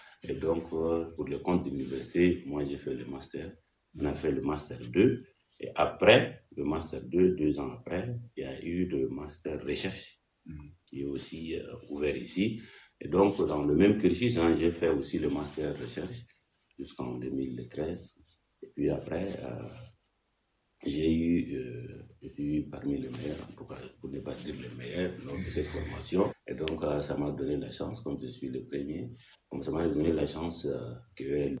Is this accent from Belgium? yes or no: no; Abéché, Ouaddaï, Chad; Oui, c'est à Béchi que j'ai commencé mes premiers pas. J'ai fait l'école de la 6e jusqu'en terminale à Béchi.